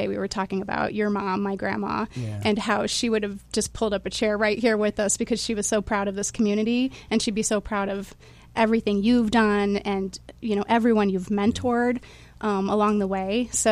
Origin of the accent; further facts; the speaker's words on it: Springfield, United States; moved away; we relocated back here about 20 years ago almost, mm-hmm, and my kids got to grow up not only in my hometown and my community